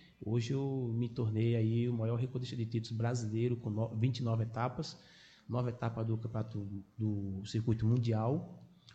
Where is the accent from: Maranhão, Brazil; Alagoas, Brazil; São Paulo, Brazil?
Alagoas, Brazil; União dos Palmares; moved away; Eu sou do interior de Alagoas, né? De uma cidade chamada União dos Pomares, terra de Zumbi dos Pomares